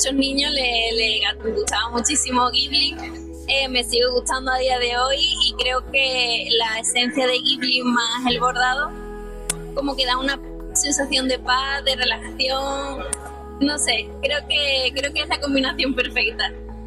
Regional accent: Seville, Andalusia, Spain; soy de Sevilla.

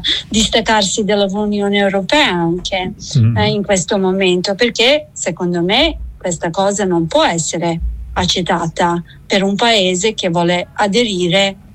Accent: Serbia; Italian is a second language; moved away; che sono serba

